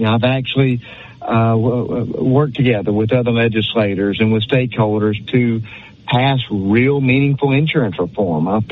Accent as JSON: {"language": "English", "region": "Louisiana", "country": "United States", "said": "You know, I'm from Grant Parish. I'm from a rural parish"}